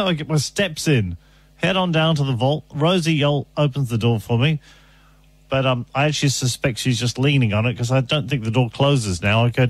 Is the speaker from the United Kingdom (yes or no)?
no; Australia; My bond as an Australian man.